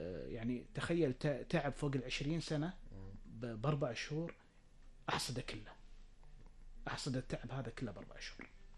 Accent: Jahra, Jahra Governorate, Kuwait; أنا لما أتكلم عن الجهرة أتكلم عن أتكلم عن مسقط رأسي، أتكلم عن حياتي، عن طفولتي، عن شوارعها

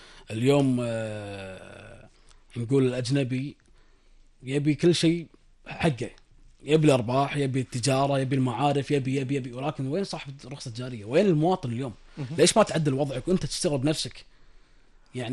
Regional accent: Kuwait

